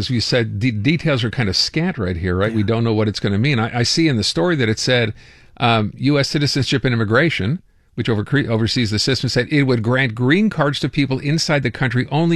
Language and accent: English; Canada; if I'm applying today as a Canadian for a green card, this will obviously apply to me.